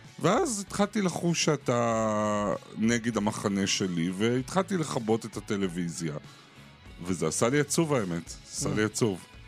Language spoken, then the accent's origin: Hebrew; Tel Aviv, Tel Aviv District, Israel; אני תל אביבי בנשמתי